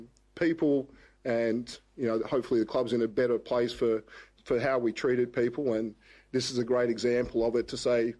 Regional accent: Melbourne, Victoria, Australia; born there; to get back to my home state and my home team. And when I say my home team, before the Melbourne, being the Melbourne Tigers before and being a junior coming up through the Melbourne Tigers

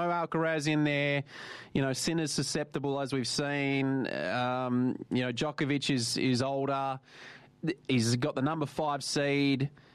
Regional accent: Australia; Just we're the Aussie tryhards, but, we're not the superstars or anything like that in the tennis world.

